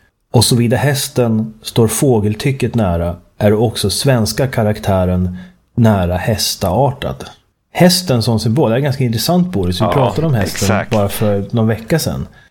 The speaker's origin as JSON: {"language": "Swedish", "country": "Sweden", "moved": "yes", "said": "Jag känner ju själv, som jag berättat om tidigare, att sen jag och Sofia flyttade från Sverige"}